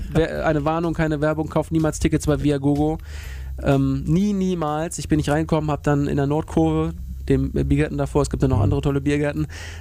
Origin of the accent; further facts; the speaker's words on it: Hanover, Lower Saxony, Germany; Tatsächlich als Hannoveraner tut es auch umso mehr weh, dass man ausgerechnet von Elversberg und Paderborn dann überflügelt worden ist.